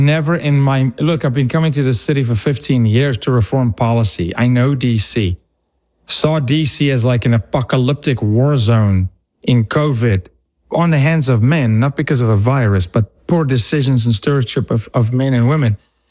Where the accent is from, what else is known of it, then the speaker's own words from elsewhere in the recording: Omaha, Nebraska, United States; also born or lived in Paducah, Kentucky; Let me tell you when I was raised in Nebraska and Omaha or in Paducah, Kentucky.